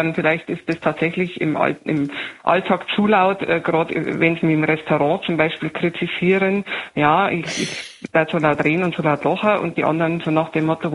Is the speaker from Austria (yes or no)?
no; Bavaria, Germany; ich bin ja gebürtig aus Bayern.